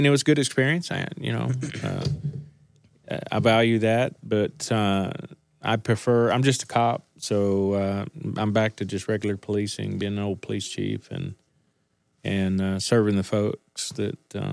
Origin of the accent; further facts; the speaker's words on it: Levelland, Texas, United States; I did. I was born and raised in Leveland, Texas. I left there.